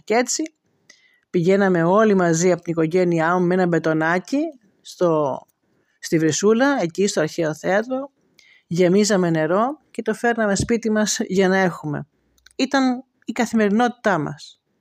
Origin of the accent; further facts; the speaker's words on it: Eretria, Central Greece, Greece; γεννήθηκα, μεγάλωσα και ζω στην Ερέτρια. Το σπίτι μου απέχει λίγα μέτρα από το αρχαίο θέατρο της Ερέτριας.